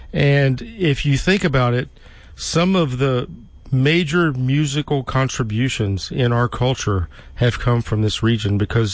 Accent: Louisiana, United States; now in Shreveport, United States; where are you from, right? And I'll say Louisiana.

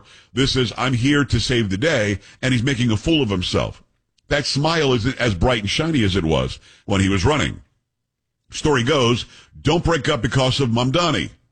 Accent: Copiague, New York, United States; also born or lived in Amityville; I'm from Long Island. I was born in Amityville. Copeg is my hometown. As the crow flies, probably 20 minutes to New York City.

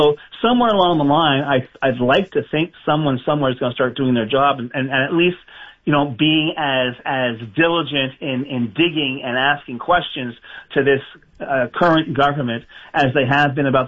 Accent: Canada; And as a Canadian, we all have skin in the game

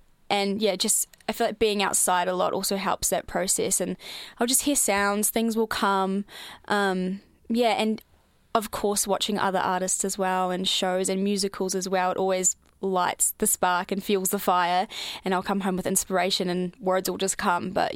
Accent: New Zealand; moved away as an adult; now in Melbourne, Australia; Like they said, I'm originally from New Zealand. I moved here about 2 years ago.

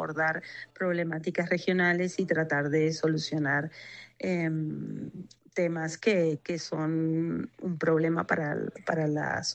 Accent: Argentina; accent: Argentine; moved away as an adult; now in Colombia; Soy argentina, pero hace 20 años que trabajo aquí en la Universidad Antonio Nariño, aquí en Colombia.

